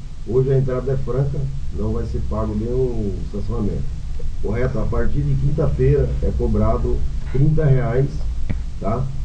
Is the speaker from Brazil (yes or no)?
yes; Marília, São Paulo, Brazil; Eu sou de Marília